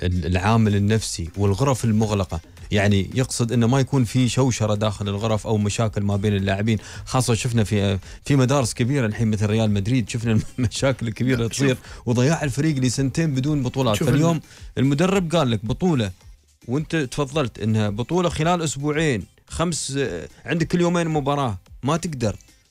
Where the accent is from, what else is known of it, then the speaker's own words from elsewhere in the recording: Oman; السلام عليكم، أنا من عماني، حيكم طبعا حبايبنا أكيد وأخواننا في عمان